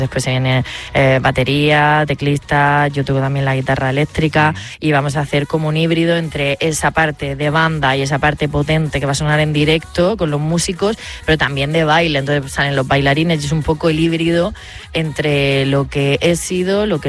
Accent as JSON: {"language": "Spanish", "town": "Murcia", "region": "Region of Murcia", "country": "Spain", "also_born_or_lived": "Madrid", "moved": "yes", "said": "en mi Murcia querida"}